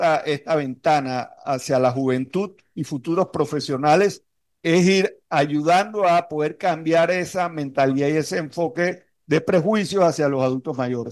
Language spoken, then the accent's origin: Spanish; Panama; como panameños tenemos que hermanarnos